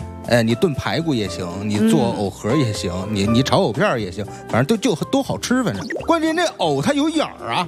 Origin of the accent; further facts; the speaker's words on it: Wuhan, Hubei, China; 像我们武汉人，我们都爱吃藕，